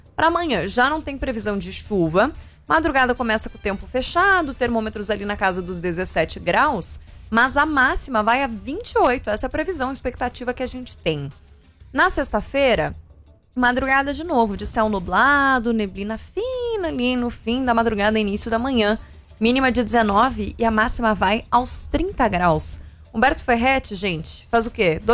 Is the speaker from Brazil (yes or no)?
yes; Curitiba, Paraná, Brazil; now in São Paulo, Brazil; Não, eu brinco que eu, como curitibana, sei aproveitar qualquer 15 minutos de sol que me dão.